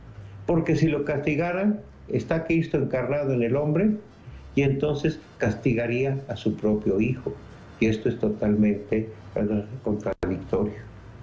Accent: Mexico; Y nosotros como mexicanos

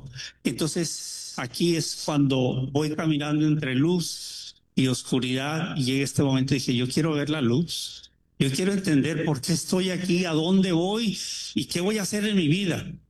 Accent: Tijuana, Baja California, Mexico; now in San Diego, United States; Tuve un amigo que dejó de ser católico, que crecimos juntos en Tijuana y ya vivíamos en San Diego

